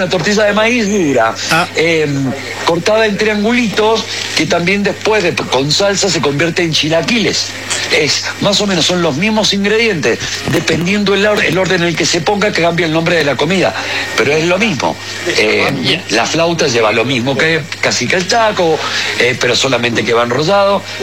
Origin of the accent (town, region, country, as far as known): Argentina